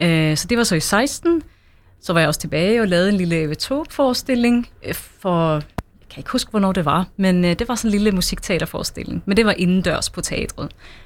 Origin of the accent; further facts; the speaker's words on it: Sweden; Danish is a second language; moved away as an adult; now in Copenhagen, Denmark; jeg er jo svensker, og jeg flyttede til Danmark for, det er snart 9 år siden. Men jeg bor i København, så det er vel også mest der, jeg er.